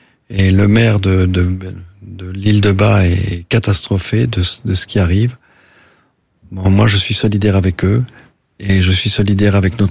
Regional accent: Moguériec, Brittany, France; Moi, je suis breton. Ma terre, elle est dans le Finistère Nord, près de Saint-Paul-de-Léon, Roscoff, un petit village moguerriec, dans la baie de Morlaix.

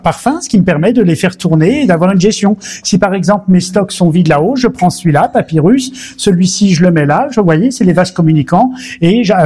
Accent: Toulon, Provence-Alpes-Côte d'Azur, France; now in Namur, Belgium; j'ai une enfance plutôt française, je suis né à Toulon, et comme vous venez de le dire, mon père était sous-marinier, et comme vous venez de le dire, mes origines sont bretonnes.

